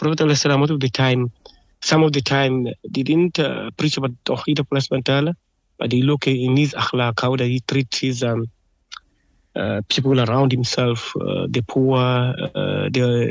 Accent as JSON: {"language": "English", "town": "Khayelitsha", "region": "Western Cape", "country": "South Africa", "moved": "as an adult", "lives_now": "Langa, South Africa", "said": "Originally, I'm from Khayelitsha. So I moved here to Langa in 2009 to do this job of imamat."}